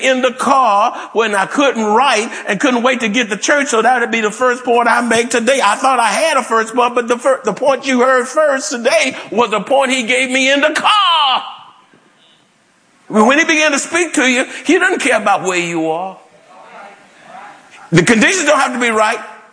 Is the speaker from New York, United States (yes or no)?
no; Houston, Texas, United States; And then I started asking. I said, "Well, I'm from Houston originally."